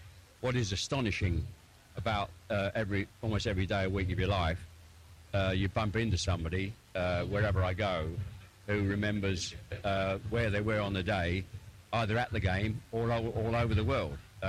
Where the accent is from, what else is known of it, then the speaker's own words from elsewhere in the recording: Ashton-under-Lyne, North West England, United Kingdom; moved away; I'm from Ashton-under-Lyne, obviously playing for West Ham. We moved down south, and most people think I'm from the Essex or London area. But there's not very, very, very few people would remember I was actually born up here.